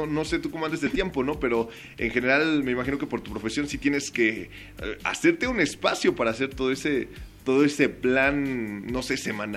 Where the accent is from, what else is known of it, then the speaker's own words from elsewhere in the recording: Mexico; Como muchos mexicanos también.